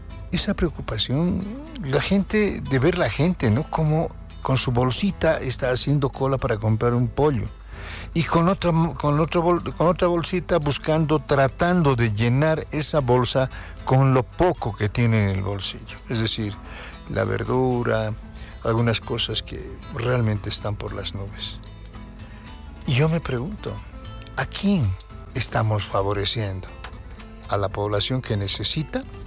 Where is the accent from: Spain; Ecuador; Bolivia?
Bolivia; La Paz; No, yo soy boliviano, soy paseño y vivo aquí en un barrio. Por tanto, conozco las necesidades de la gente que es igual que yo, que viene de un barrio popular.